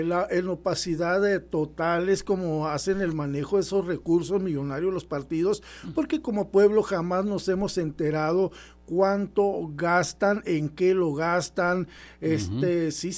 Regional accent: Mexico; para dividirnos más como mexicanos

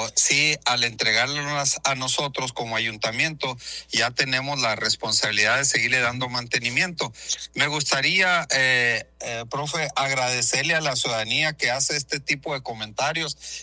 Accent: Nogales, Sonora, Mexico; los que somos de Nogales

